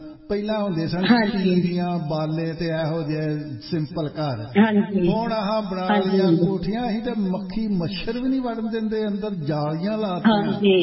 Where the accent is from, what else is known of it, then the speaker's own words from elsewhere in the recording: Batala, Punjab, India; ਸਾਡਾ ਪਿੰਡ ਹੈ ਬਟਾਲੇ ਦੇ ਲਾਗੇ, ਕਾਨੂੰ ਆਉਣ ਵਾਲੀ ਸੜਕ, ਉੱਥੇ ਟਿੱਬੇ ਹੁੰਦੇ ਸਨ